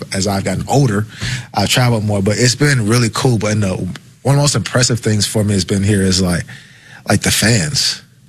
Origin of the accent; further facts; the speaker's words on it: the South, United States; and I'm from the South too. Like, you got to think, like, I've grown up in the South my entire life.